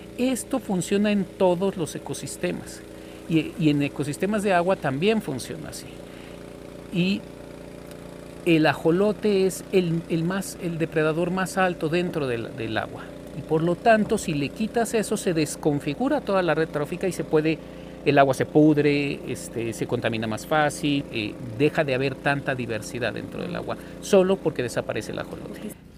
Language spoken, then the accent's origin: Spanish; Mexico; el ajolote es parte de nuestra identidad como mexicanos.